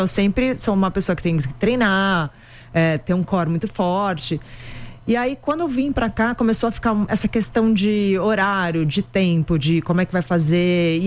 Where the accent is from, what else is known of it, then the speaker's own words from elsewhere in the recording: Santos, São Paulo, Brazil; moved away as an adult; now in São Paulo, Brazil; Eu sou de Santos. E aí, quando eu vim morar aqui, faz mais de 20 anos isso